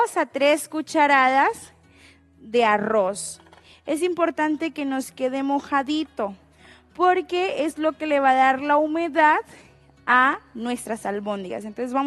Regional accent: Colombia; soy colombiana

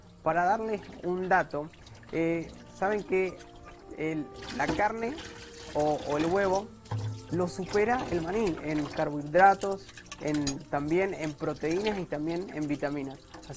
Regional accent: Argentina; moved away; Como vengo de Argentina

